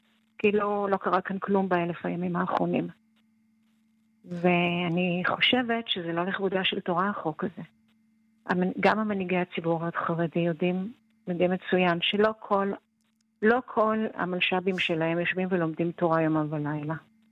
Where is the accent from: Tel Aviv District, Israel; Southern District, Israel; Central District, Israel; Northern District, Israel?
Tel Aviv District, Israel; Bnei Brak; אתה יודע, אני גדלתי בבני ברק, יש לי את התחושה שאיכשהו הם יצליחו להשתחל לתוך המעמד של לומדי תורה.